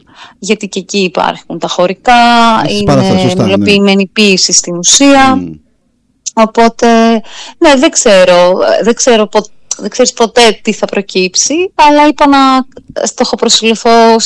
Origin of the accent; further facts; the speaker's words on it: Thessaloniki, Central Macedonia, Greece; moved away as an adult; now in Athens, Greece; Γεννήθηκε και μεγάλωσα στη Θεσσαλονίκη, λοιπόν. Ήρθα στην Αθήνα να σπουδάσω θεατρολογία, θεατρικών σπουδών.